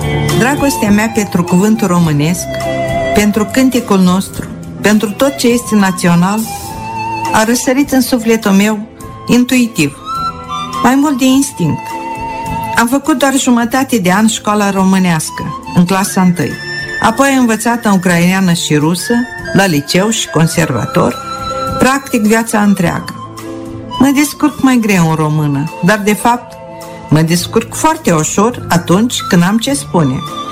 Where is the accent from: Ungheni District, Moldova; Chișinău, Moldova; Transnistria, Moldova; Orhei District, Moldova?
Transnistria, Moldova; Mocra; Romanian is a second language; nu are nici înclin, nici în mânecă cu satul meu Mocra, nici cu Transnistria, nici cu Basarabia. Abia pe la 20 de ani am început să vorbesc limba română. Vorbeam în alte limbi, din păcate.